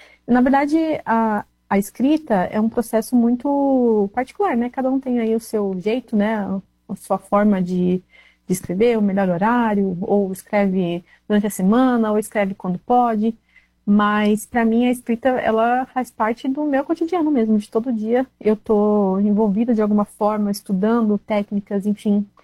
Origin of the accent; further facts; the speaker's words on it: South Region, Brazil; moved away as an adult; now in North Region, Brazil; eu sou do Sul. Aí nesse tempo eu mudei pro Norte